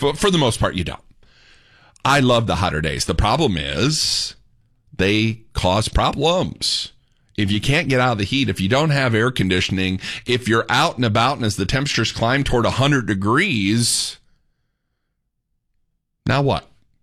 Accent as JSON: {"language": "English", "region": "Indiana", "country": "United States", "said": "I come from Indiana."}